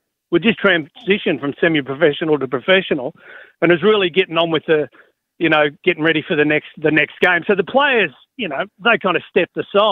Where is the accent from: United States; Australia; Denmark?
Australia; Tamora, New South Wales; born there; people didn't know I was born in Tamora in the Riverina. So the first thing I said was, I was born in New South Wales.